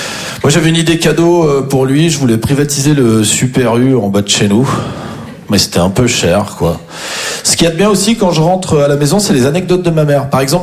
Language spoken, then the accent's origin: French; Champagnole, Bourgogne-Franche-Comté, France; Non, je suis originaire d'une petite commune qui s'appelle Champagnole.